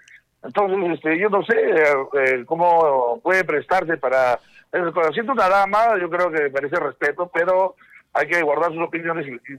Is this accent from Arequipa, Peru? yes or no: yes; Arequipa, Peru; Sí, de todas maneras, como buen arequipeño, hay que darle bien, para poder trabajar de fuerza.